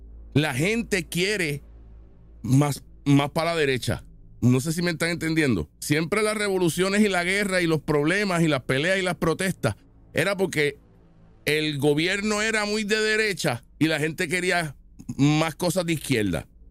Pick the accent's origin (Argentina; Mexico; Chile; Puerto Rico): Puerto Rico